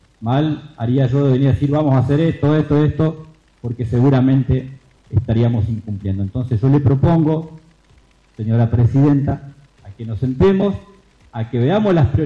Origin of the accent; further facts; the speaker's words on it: Junín de los Andes, Neuquén, Argentina; Soy un vecino de Junín de los Andes, me crié en el barrio Primeros Pobladores, vecino con Andrés.